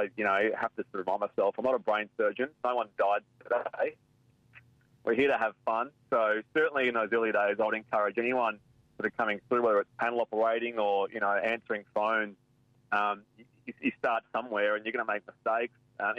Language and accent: English; Perth, Western Australia, Australia; moved away; growing up in Bibra Lake, and I had no rugby league interest around that time